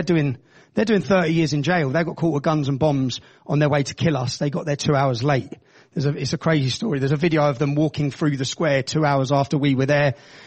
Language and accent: English; Luton, East of England, United Kingdom; That's my hometown. The town I love. The town I've seen change.